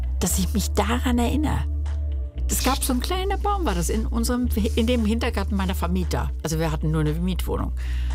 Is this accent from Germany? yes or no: yes; Dorsten, North Rhine-Westphalia, Germany; born or raised there